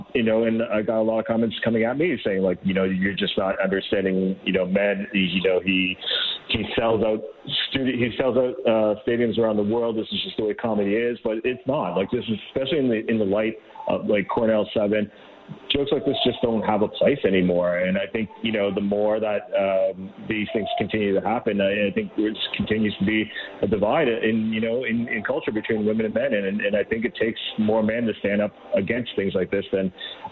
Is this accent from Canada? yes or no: yes; Canada; as a Canadian growing up and being schooled on Terry Fox, I knew everything I knew about Terry.